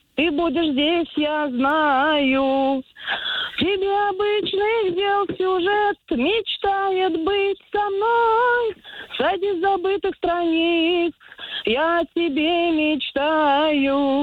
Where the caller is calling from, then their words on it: Saratov Oblast, Russia; я из Саратовской области.